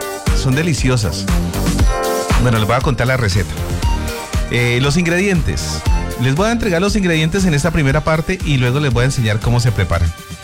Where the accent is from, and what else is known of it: Santander, Colombia